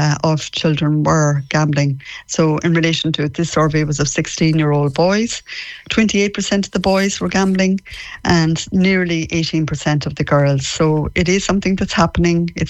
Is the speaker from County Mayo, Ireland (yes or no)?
yes; Shamwala, County Mayo, Ireland; Yeah, I'm from just outside Tourine, a little village called Shamwala